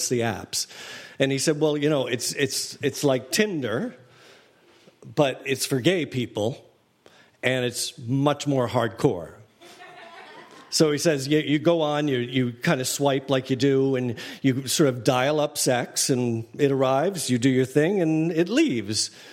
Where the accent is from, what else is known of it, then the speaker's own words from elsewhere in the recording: Boston, Massachusetts, United States; I grew up in Boston, Massachusetts, a small suburb, middle class, just outside Boston, actually. And there were seven of us in the family.